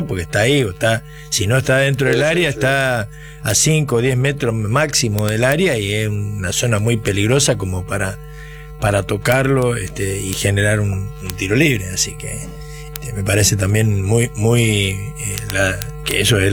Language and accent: Spanish; Argentina; todos los argentinos somos ministro de Economía y director técnico de la selección nacional.